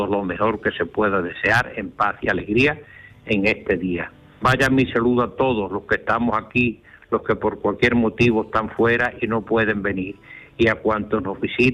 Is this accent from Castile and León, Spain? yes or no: no; Arroyomolinos de León, Andalusia, Spain; de Arroyomolinos de León, Huelva.